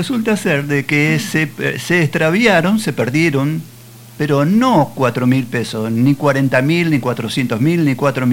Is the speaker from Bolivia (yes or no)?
no; San Lorenzo, Santa Fe, Argentina; No, de Puerto no, San Lorenzo.